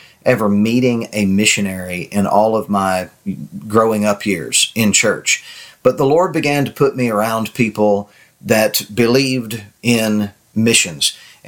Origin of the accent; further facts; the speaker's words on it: Florida, United States; moved away as an adult; now in Brewton, United States; where I grew up in the Panhandle of Florida.